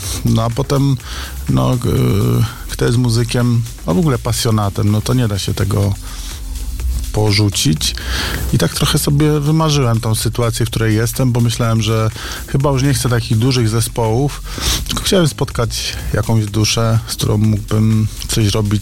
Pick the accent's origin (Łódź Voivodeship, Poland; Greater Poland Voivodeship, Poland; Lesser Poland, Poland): Lesser Poland, Poland; Limanowa; Znaczy, pochodzę spod Limanowej, to w Limanowej się uczyłem w szkole muzycznej, ale na klarnecie.